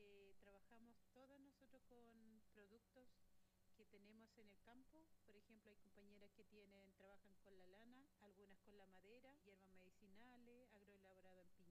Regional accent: Lonquimay, Araucanía, Chile; Soy de acá de Lonquimay, de la comuna Lonquimay, y trabajamos acá en el mercado campesino de Lonquimay, donde somos 18 socias, somos mapuche behuenche y también colonas.

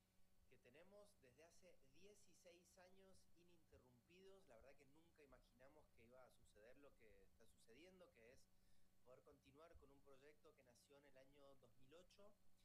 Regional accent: Mendoza, Argentina; moved away as an adult; now in Paris, France; somos argentinos, yo soy mendocino, Luciano, mi compañero de dúo, es de Tigre, de Buenos Aires, y Hermes Gaido, que es el director de la pieza, él también es de Buenos Aires. Nosotros estamos radicados en Francia desde hace más de 10 años

